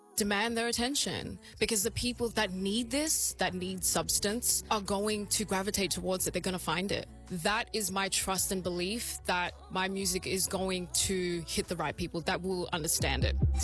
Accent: Melbourne, Victoria, Australia; because I'm from here, you know, like I'm from Melbourne. I grew up Northside.

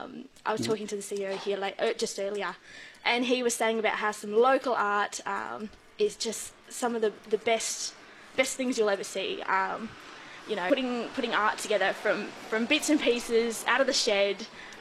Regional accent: Northam, Western Australia, Australia; moved away as an adult; now in Beverley, Australia; I grew up in Northam, so again, wheat belt

